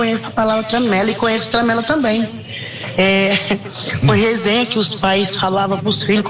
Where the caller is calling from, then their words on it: Campinas, São Paulo, Brazil; sou do Parque Osiel Campinas.